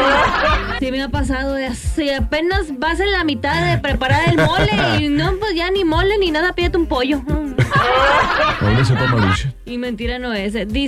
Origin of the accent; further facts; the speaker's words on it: Mexico; Yo soy de Puerto Alegre. Discúlpame que en la colonia de las dos mentiras, porque no es ni puerto ni es alegre.